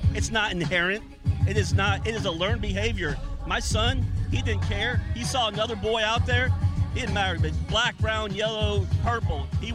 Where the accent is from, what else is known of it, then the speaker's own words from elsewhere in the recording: Dallas, Texas, United States; I was raised in outside Dallas, Texas. So I'm a Texas transplant, but I've lived in six different states.